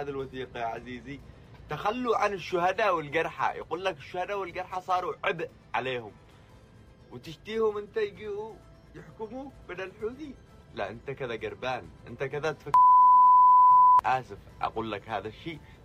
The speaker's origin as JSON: {"language": "Arabic", "country": "Yemen", "said": "نحن في الجنوب"}